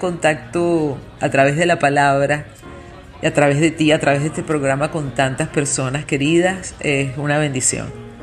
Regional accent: Venezuela; mi pueblo, de mi gente de Venezuela.

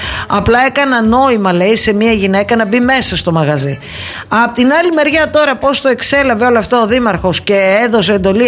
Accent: Greece

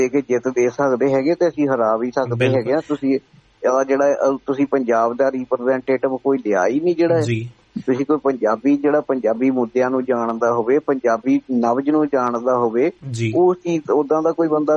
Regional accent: Punjab, India; ਅਸੀਂ ਪੰਜਾਬ ਵਾਲੇ

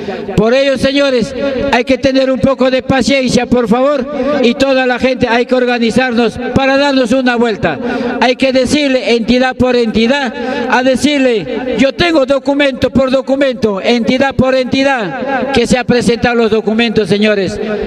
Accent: Peru; somos peruanos

